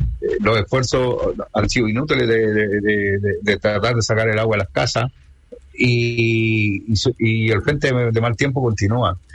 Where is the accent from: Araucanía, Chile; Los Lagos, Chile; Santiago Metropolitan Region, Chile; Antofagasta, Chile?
Antofagasta, Chile; yo soy de Antofagasta, el sentido común me hizo venir hacia Ovalle porque venía un cierto mal tiempo, estaba mi papá, tenía que ayudar a mi hermano